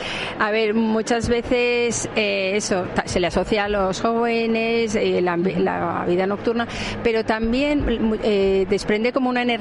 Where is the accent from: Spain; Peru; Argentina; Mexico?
Spain; Ibiza, Balearic Islands; lo que somos los ibicencos.